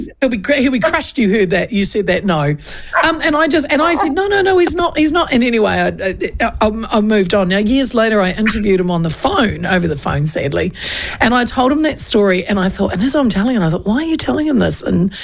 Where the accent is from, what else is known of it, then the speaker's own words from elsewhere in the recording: Hastings, Hawke's Bay, New Zealand; I interviewed this gentleman from Black Betty Barbecue Smoky Blue from my hometown of Hastings.